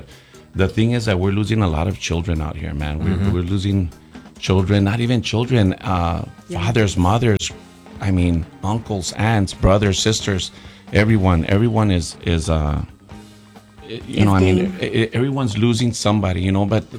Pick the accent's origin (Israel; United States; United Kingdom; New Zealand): United States; Texas; We're familia from Texas, and it's just a shortcut for saying Texas.